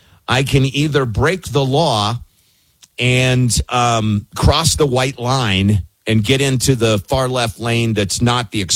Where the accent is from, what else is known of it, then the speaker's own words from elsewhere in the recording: Kentucky, United States; I'm now on the air in Louisville, Kentucky, my home state.